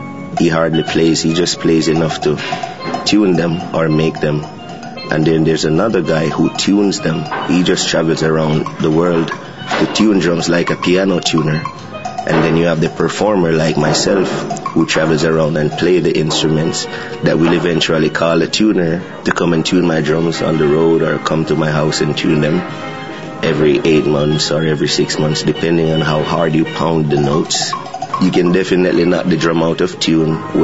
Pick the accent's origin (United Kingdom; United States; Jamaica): Jamaica; I am from Jamaica and reggae music is in my blood